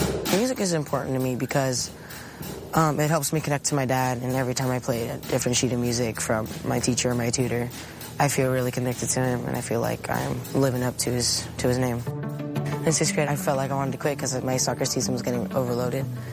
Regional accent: Brentwood, California, United States; I'm from Brentwood. I'm 12 years old.

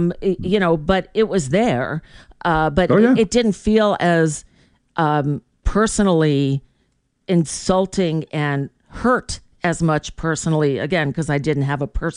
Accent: New York, United States; born there; I was born in New York, so I lived there for a little while.

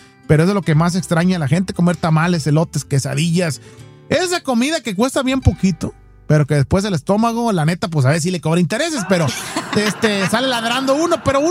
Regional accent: Sinaloa, Mexico; moved away; Allá, por ejemplo, donde soy yo en Sinaloa, el clima es húmedo, machín

